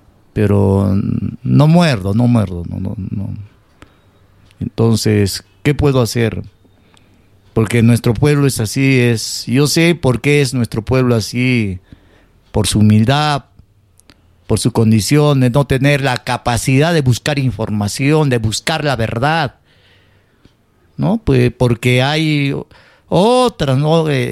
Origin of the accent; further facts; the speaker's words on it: Peru; somos serranos, somos cholos indios, somos peruanos.